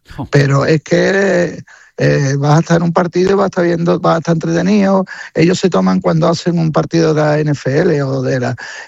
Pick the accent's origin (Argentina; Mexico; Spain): Spain